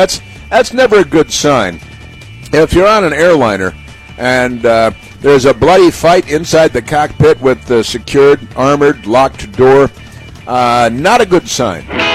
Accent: Chicago, Illinois, United States; And then growing up in Chicago, and which Democrats murdered people in Chicago overnight?

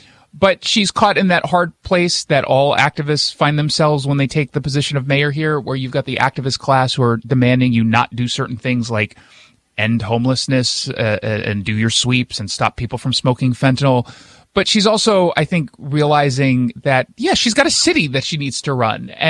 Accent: Los Angeles, California, United States; moved away as an adult; also born or lived in New York; now in Seattle, United States; So I've been here 17 years or so. So I was born in New York, but I grew up in Los Angeles. I ended up coming out here about 16, 17 years ago.

